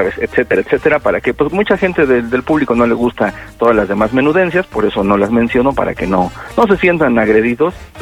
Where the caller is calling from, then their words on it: Mexico City, Mexico; Desde la Ciudad de México.